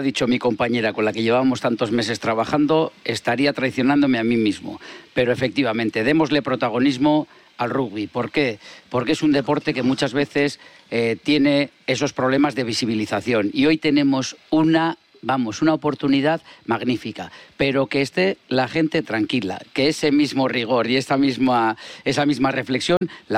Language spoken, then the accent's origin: Spanish; Basque Country, Spain; cómo somos los vascos, las vascas, los vizcaínos, las vizcaínas, los bilbaínos, las bilbaínas